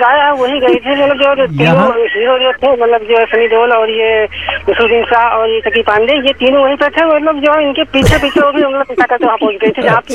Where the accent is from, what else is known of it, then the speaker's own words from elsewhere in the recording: Gonda, Uttar Pradesh, India; गोंडा में तो देखा जाए तो सबसे सुंदर सबसे स्वस्थ मेरा गांव है, क्योंकि मेरा मतलब जो है जन्म यहीं पे हुआ है